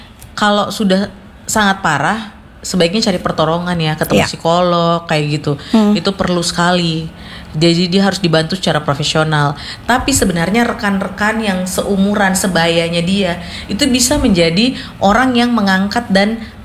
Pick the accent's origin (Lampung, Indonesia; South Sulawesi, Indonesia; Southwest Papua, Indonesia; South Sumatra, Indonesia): Southwest Papua, Indonesia; Sorong; born there; moved away as an adult; also born or lived in Yogyakarta; Jadi saya waktu SMA itu saya kecelakaan di Sorong, sebelum saya akhirnya kuliah di Jogja.